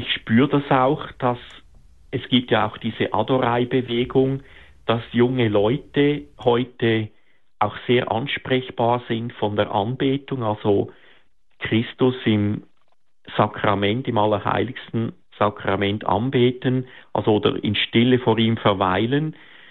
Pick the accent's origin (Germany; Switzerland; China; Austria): Switzerland; Rapperswil-Jona, St. Gallen; born or raised there; moved away